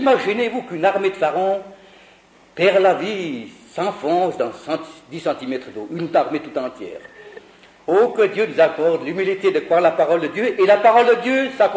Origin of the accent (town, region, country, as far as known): Switzerland